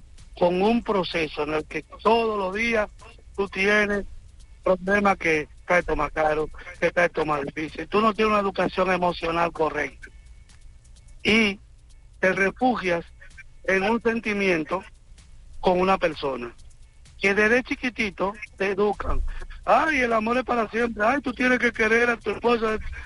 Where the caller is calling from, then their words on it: Santo Domingo Este, Santo Domingo, Dominican Republic; yo vengo de un barrio de Los Minas.